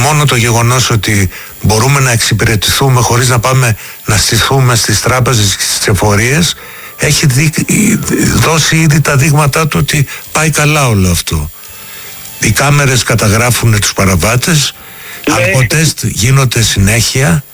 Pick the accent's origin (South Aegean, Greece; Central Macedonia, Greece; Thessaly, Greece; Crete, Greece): Crete, Greece; Chania; Ναι, εγώ είμαι από τα Χανιά.